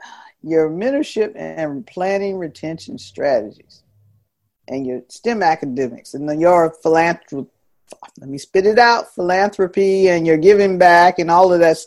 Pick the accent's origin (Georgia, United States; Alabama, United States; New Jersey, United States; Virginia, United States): Virginia, United States; Hampton; growing up here in Hampton